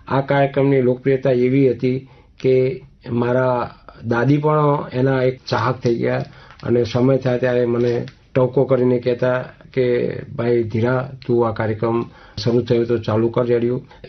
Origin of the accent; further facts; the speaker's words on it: Der, Gujarat, India; નમસ્કાર, આકાશવાણી અમદાવાદ વડોદરાનું નિયમિત શ્રોતા … મારું ગામ ડેર, તાલુકો જિલ્લો પાટણ.